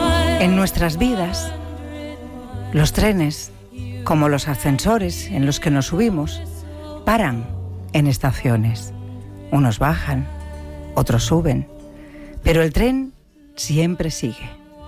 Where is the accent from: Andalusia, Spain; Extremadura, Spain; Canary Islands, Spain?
Extremadura, Spain; Badajoz; del Rodríguez de Moñino de Badajoz. Bueno, mira, mi tierra.